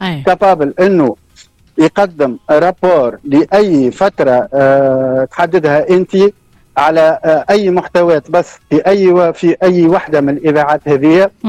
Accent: Tunisia; جينا من تونس كمصدرين للتكنولوجيا

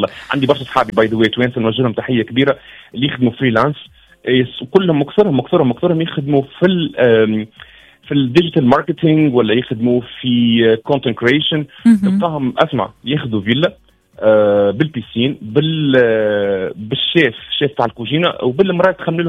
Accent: Tunisia; بلادي تونس العزيزة الغالية

